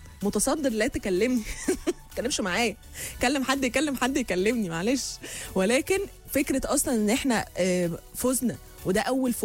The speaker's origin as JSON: {"language": "Arabic", "country": "Egypt", "said": "بيجي لك اللحظات دي بقى اللي هو انا مصري، قول انا مصري عادي."}